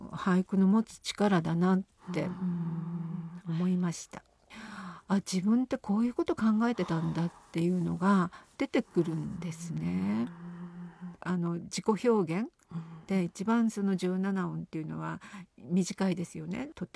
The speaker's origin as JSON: {"language": "Japanese", "town": "Sapporo", "region": "Hokkaido", "country": "Japan", "lives_now": "Tokyo, Japan", "said": "あの私があの札幌出身っていうところで"}